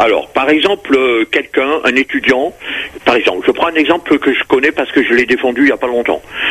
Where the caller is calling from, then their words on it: Paris, Île-de-France, France; je vous appelle de Paris.